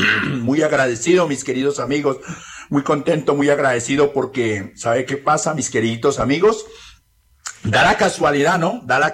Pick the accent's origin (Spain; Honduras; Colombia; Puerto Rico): Colombia; Putumayo